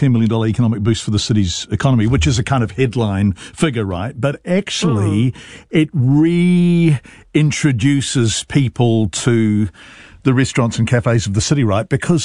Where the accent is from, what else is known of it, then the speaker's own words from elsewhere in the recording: Wellington, New Zealand; When I was growing up in Wellington